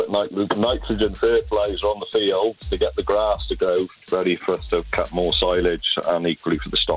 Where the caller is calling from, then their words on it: Abergavenny, Wales, United Kingdom; I'm sat on my tractor in Abergavenny spreading fertiliser.